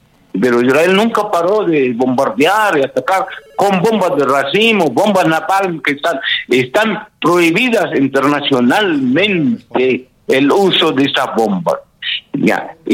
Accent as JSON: {"language": "Spanish", "town": "Bethlehem", "region": "West Bank", "country": "Palestine", "moved": "yes", "lives_now": "Callao, Peru", "said": "Nosotros somos creyentes, nosotros los palestinos, la mitad somos cristianos de Cristo."}